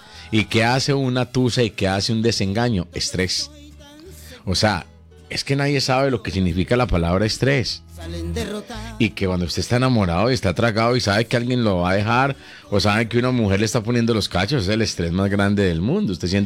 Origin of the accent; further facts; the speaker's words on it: Gómez Plata, Antioquia, Colombia; moved away; Ese es mi terruño